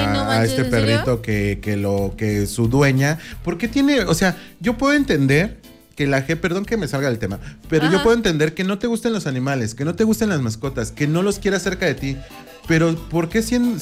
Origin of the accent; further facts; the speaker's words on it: Mexico; No nos define como mexicanos.